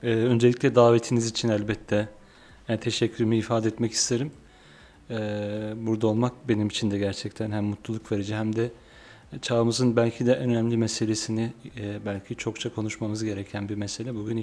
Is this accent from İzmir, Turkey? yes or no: no; Tokat, Turkey; Ben Tokatlıyım. 1986 yılında Tokat'ın bir köyünde dünyaya geldim. Lise yıllarıma kadar yine köydeydim.